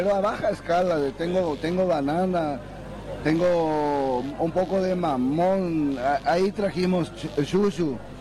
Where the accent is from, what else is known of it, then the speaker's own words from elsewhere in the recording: Hohenau, Itapúa, Paraguay; now in San Pedro, Paraguay; yo soy oriundo de Joenao.